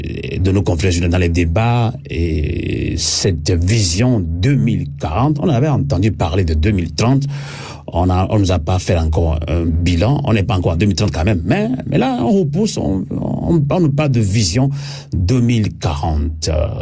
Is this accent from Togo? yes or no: yes; Togo; mais le devoir patriotique en tant que Togolais nous appelle aussi à véhiculer certaines informations